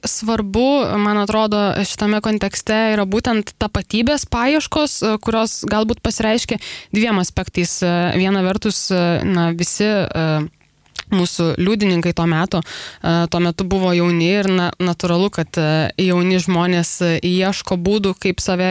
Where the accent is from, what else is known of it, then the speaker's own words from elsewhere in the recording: Palanga, Klaipėda County, Lithuania; Taip, aš esu iš Palangos.